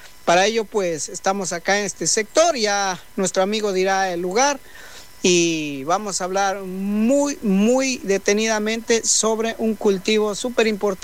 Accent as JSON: {"language": "Spanish", "town": "Santo Domingo", "region": "Santo Domingo de los Tsáchilas", "country": "Ecuador", "said": "casi la mayoría de los que estamos aquí en Amazonía somos migrantes, unos de Loja, de Manabí, de Esmeraldas, yo en mi caso de Santo Domingo."}